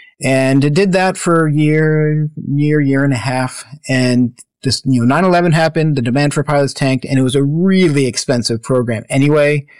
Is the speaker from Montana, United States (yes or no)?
yes; Hardin, Montana, United States; moved away as an adult; I grew up in Hardin, Montana, which is about 40 some miles or so east of Billings. So, yep, raised there my whole life. My parents still live in the house that I grew up in.